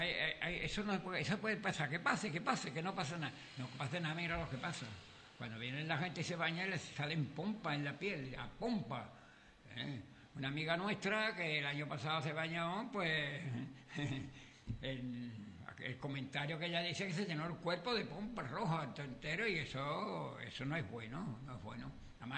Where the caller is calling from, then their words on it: Sanlúcar de Barrameda, Andalusia, Spain; yo soy de San Luque